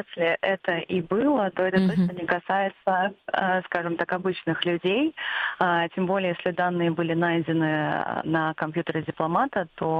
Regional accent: Russia; Я открыто говорю, что я из России, и, ну, так как я говорю по-японски

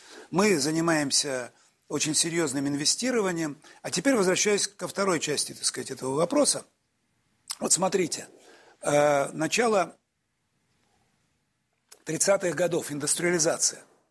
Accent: Perm, Perm Krai, Russia; moved away as an adult; now in Moscow, Russia; я вот сам родом из Перми, это моя родина малая, я живу там на самом деле, я в Москве на временной прописке с конца 70-х годов, но прописан-то я постоянно в городе Перми, городе трудовой доблести.

